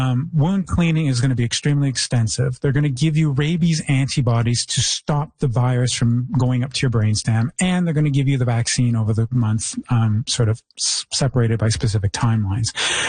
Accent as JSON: {"language": "English", "town": "Toronto", "region": "Ontario", "country": "Canada", "moved": "yes", "said": "I come from Toronto where the raccoons are practically domesticated."}